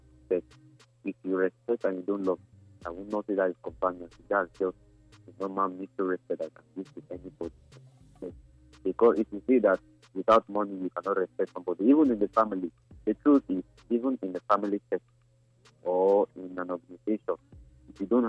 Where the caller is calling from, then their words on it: Abuja, Federal Capital Territory, Nigeria; I'm calling from Silokoro, Abuja.